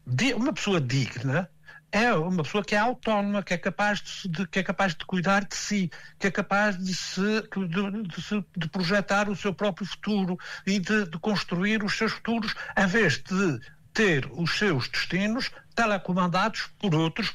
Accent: Portugal; nós, portugueses

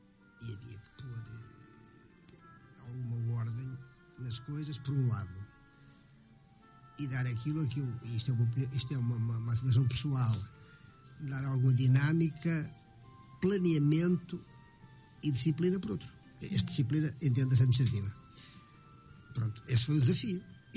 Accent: Paredes, Norte, Portugal; eu sou de Paredes

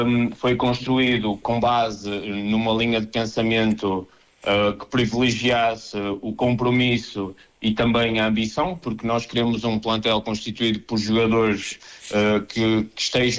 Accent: Braga, Portugal; na Associação de Futebol de Braga, de onde eu sou natural

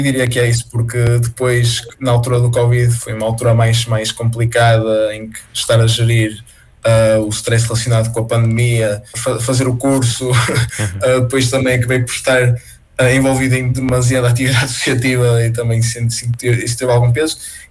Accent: Braga, Norte, Portugal; moved away; Eu nasci e cresci em Braga, depois também andei na universidade em Braga

